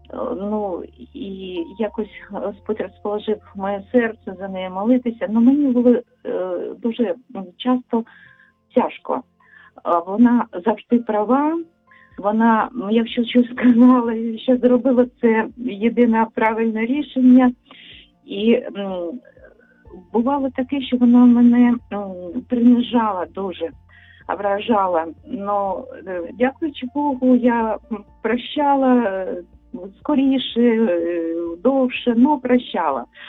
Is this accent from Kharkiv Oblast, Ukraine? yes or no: yes; Kharkiv, Kharkiv Oblast, Ukraine; Доброго дня … я з Харкова.